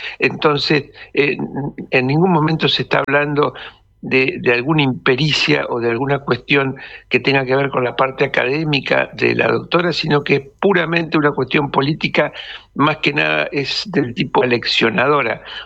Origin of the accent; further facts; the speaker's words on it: Entre Ríos, Argentina; Yo soy de Entre Ríos, tenemos la provincia con menos regulaciones